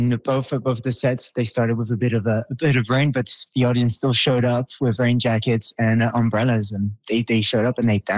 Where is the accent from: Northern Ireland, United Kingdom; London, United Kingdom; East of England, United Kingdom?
London, United Kingdom; I am French, but I grew up in London.